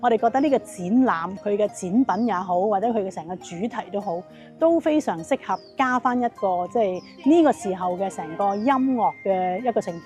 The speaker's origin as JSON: {"language": "Cantonese", "region": "Guangdong", "country": "China", "said": "亦都加上我哋廣東人一啲嘅抵死絕物嘅嘢"}